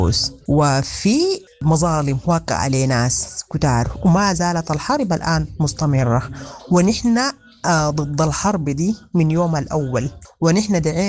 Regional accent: Sudan; إحنا كشعب سوداني

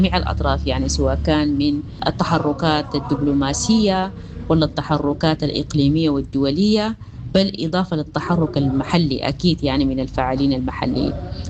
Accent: Sudan; نحن كسودانيين في جوبيات، في الجلد، في مشاكل كثيرة حصلت في السودان

